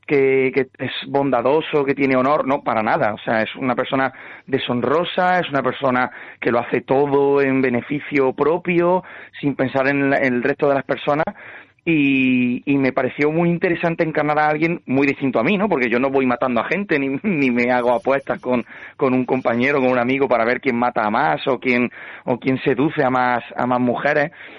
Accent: Andalusia, Spain; Y como actor español, ¿no? Como actor andaluz

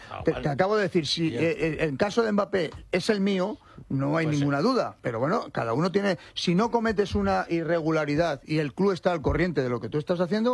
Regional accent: Madrid, Community of Madrid, Spain; Porque soy de Madrid.

